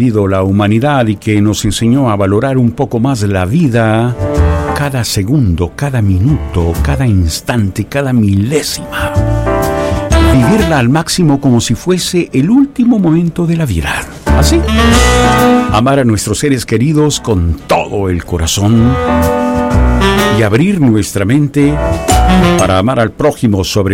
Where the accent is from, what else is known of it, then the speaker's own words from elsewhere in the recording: El Salvador; soy salvadoreño